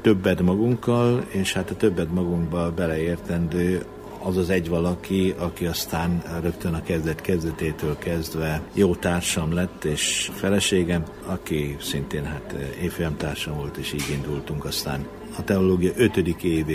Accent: Bükkaranyos, Borsod-Abaúj-Zemplén, Hungary; Ha nem is a Bükkbe, de a Bükk alján, Bükkaranyos nevű településen nőttem fel valóban lelkész családban

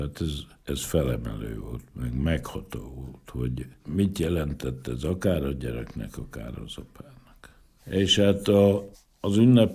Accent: Hungary; Én egy magyar ember vagyok, akinek van hagyománya, amit az apjától meg az anyjától tanult.

